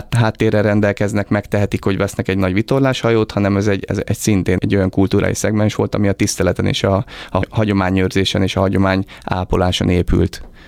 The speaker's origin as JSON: {"language": "Hungarian", "town": "Zánka", "region": "Veszprém County", "country": "Hungary", "tie": "born or raised there", "said": "csak én Zánkán nőttem föl, ami egy nagyon pozitív dolog az életemben egyébként. Egy nagyon, nagyon gyönyörű gyerekkort köszönhetek Zánkának és a Balatonfelvidéknek, de 83-ban, amikor én születtem"}